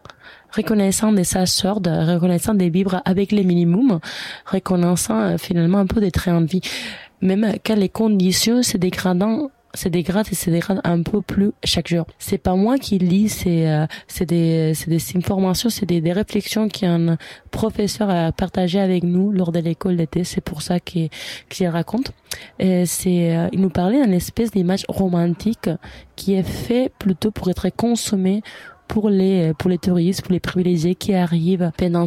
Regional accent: Spain; now in Canada

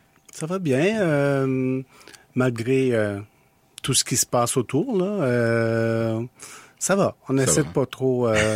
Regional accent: Montreal, Quebec, Canada; born there; Je suis donc né à Montréal, dans le quartier de Rosemont.

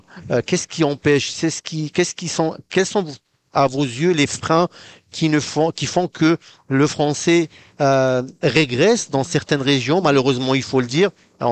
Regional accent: Manitoba, Canada; on est franco-manitobain

